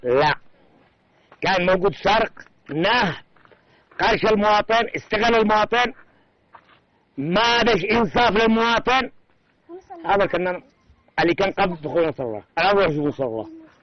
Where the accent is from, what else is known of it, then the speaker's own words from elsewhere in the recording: Yemen; نحن أخوة ونحن مسلمين، كلنا نحن يمنيين.